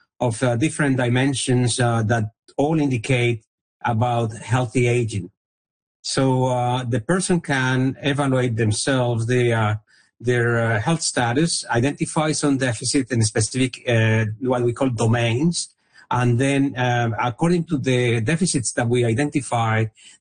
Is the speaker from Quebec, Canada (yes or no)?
yes; Quebec, Canada; also born or lived in Australia; when I moved from Australia 4 years ago back to Quebec, I was honestly surprised that there was no implementation of iCOPE in Canada.